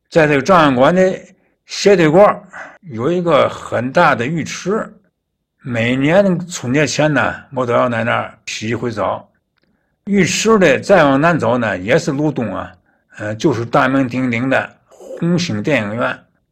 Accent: Tianjin, China; 我呢，现在对钱德庄西南楼一带的感情啊，已经早超过了对这个我出生地西工厂那一带的感情了

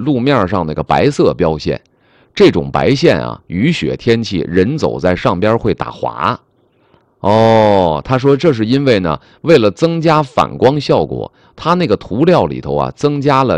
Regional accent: Dandong, Liaoning, China; 说我们老家辽宁丹东

